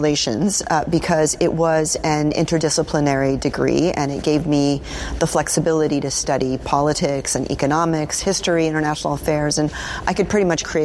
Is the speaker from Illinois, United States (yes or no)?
no; Lawrence, Kansas, United States; I grew up in Lawrence, Kansas, home of the Kansas Jayhawks.